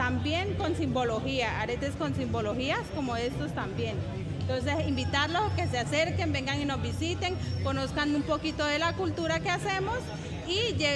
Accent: Arauca, Colombia; Vengo del departamento de Arauca.

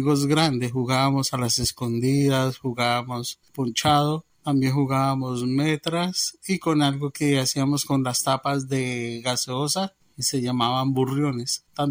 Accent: Cabrera, Cundinamarca, Colombia; born there; also born or lived in Pandi / Girardot / Flandes / Neiva; Nací en Cabrera, Cundinamarca, y me crié hasta los 8 años en Cabrera. Luego viví en otras poblaciones como Pandi, Girardot, Flandes, Neiva, y volví otra vez a vivir a Cabrera cuando tenía 10 años.

